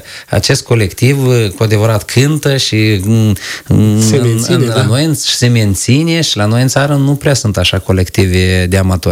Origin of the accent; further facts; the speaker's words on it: Briceni, Briceni District, Moldova; eu nu sunt din Lozova, eu sunt din Briceni